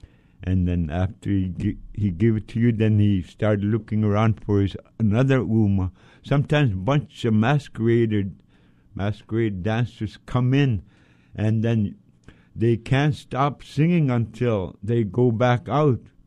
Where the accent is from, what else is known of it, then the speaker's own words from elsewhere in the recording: Point Hope, Alaska, United States; I'm an Inupiaq from Tikilak, Point Hope, Alaska. Point Hope is a very old village, one of the oldest communities.